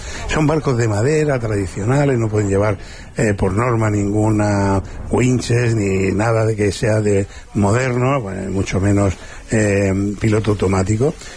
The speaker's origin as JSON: {"language": "Spanish", "region": "Region of Murcia", "country": "Spain", "said": "os quiero hablar de mi tierra, de Murcia, de la región de Murcia"}